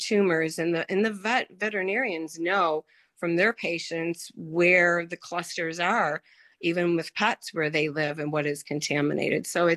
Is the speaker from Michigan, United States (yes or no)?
no; Love Canal, New York, United States; because I grew up in Love Canal, I lived on Mason Court, and the way the swells ran, the chemicals, the dioxin would come into the creek.